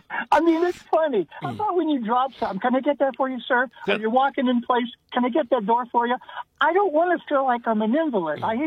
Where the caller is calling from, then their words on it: Ohio, United States; I'm from the Warren Youngstown area